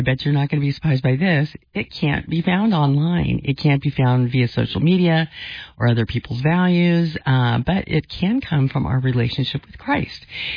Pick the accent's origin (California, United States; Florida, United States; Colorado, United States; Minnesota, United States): California, United States; Los Angeles; it was just a quintessential, you know, American / Angelino life growing up in Los Angeles.